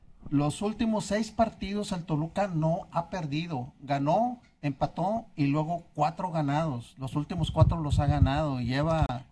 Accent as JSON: {"language": "Spanish", "town": "Burgos", "region": "Castile and León", "country": "Spain", "said": "Sí, pues sí, yo soy de Burgos."}